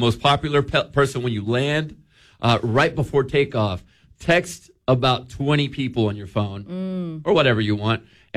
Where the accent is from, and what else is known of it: United States